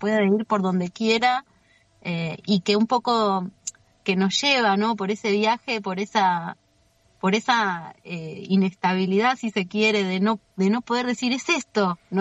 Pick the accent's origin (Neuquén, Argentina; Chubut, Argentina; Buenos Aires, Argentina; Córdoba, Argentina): Chubut, Argentina; Trevelin; me voy a enfocar en un concierto acá, en Trevelin, en mi pueblo, para la gente de acá.